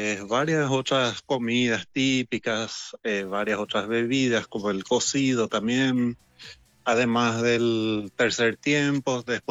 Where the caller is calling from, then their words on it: Paraguay; varias cosas nos identifica como paraguayos.